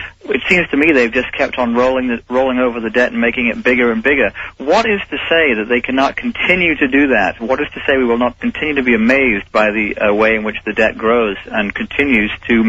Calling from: Los Angeles, California, United States; I'm calling from Los Angeles.

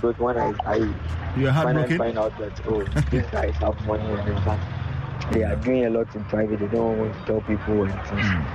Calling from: Achimota, Greater Accra, Ghana; I'm speaking from Atimota.

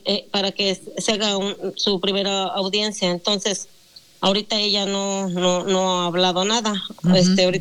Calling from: Cuautla, Morelos, Mexico; mi hijo salió de nuestro domicilio en el municipio de Cuautla

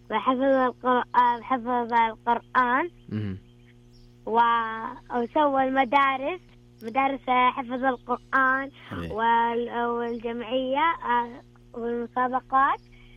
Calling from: Khobar, Eastern Province, Saudi Arabia; من الخبر.

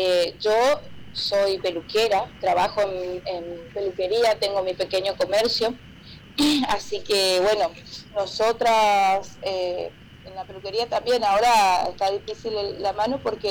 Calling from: Puerto Esperanza, Misiones, Argentina; Estamos acá en Puerto Esperanza, soy de Puerto Esperanza, departamento Iguazú

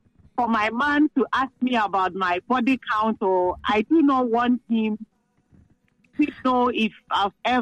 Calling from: Ashoman Estate, Greater Accra, Ghana; I'm calling from Ashoman Estate.

